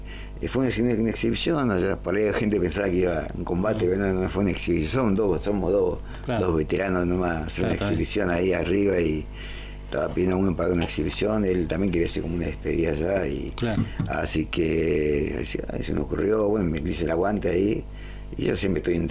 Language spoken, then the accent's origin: Spanish; Gobernador Gregores, Santa Cruz, Argentina; now in Río Gallegos, Argentina; yo soy nacido acá en Gregor, y estudié en Gregorio